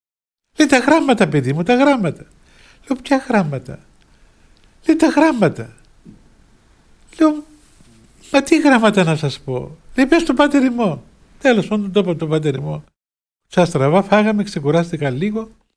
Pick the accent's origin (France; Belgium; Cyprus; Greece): Cyprus; Limassol, Limassol District; moved away; Είμαι από τη Λεμεσό, είμαι διάκονος.